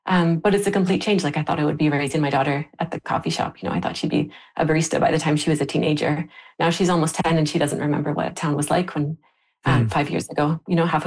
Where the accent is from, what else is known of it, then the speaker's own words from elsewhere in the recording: Lytton, British Columbia, Canada; And like I said, I grew up in Lytton, so I knew warm weather. Lytton was Canada's hotspot